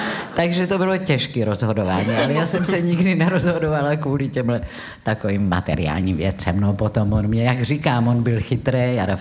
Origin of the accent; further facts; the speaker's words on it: Brno, South Moravian Region, Czechia; protože jsem Brňačka a milovala jsem Brno